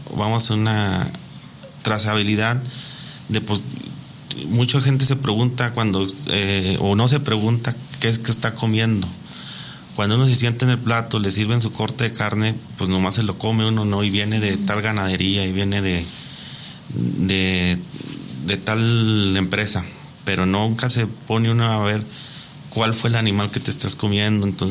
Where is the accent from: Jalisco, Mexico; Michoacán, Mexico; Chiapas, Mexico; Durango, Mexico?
Durango, Mexico; Guadalupe Victoria; Nosotros somos de Guadalupe, Victoria, Durango. Dice en la región de los Llanos. Allá pues más que nada es una región agricultora.